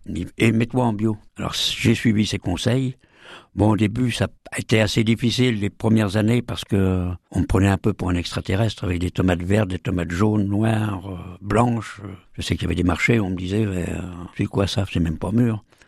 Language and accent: French; Frontenay-sur-Dive, Nouvelle-Aquitaine, France; Voilà, je suis originaire de Frontenay-sur-Dive, à côté de Saint-Jean-de-Sauve, entre Mirbeau et Loudun, Nord-Vienne. J'y suis toujours, voilà.